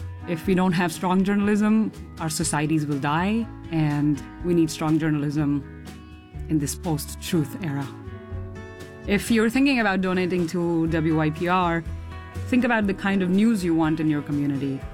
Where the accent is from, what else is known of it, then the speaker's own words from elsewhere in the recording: India; now in United States; I grew up in India. I was a journalist in India, and now I'm a communication professor.